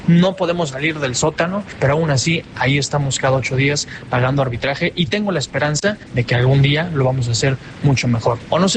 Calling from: State of Mexico, Mexico; del Estado de México.

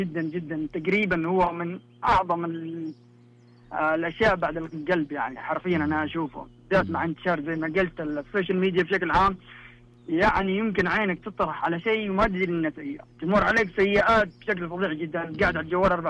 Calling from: Riyadh, Riyadh Province, Saudi Arabia; من الرياض.

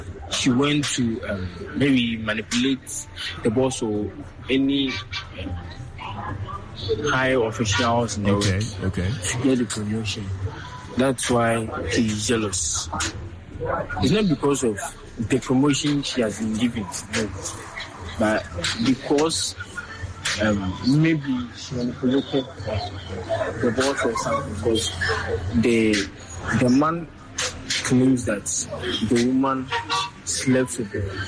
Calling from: Kumasi, Ashanti, Ghana; I'm speaking from Kumasi.

